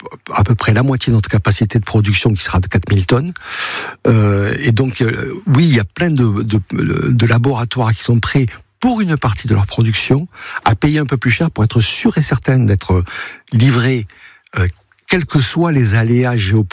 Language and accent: French; Toulouse, Occitanie, France; Comme en tant que Toulousain, nous aussi, on a vécu cette catastrophe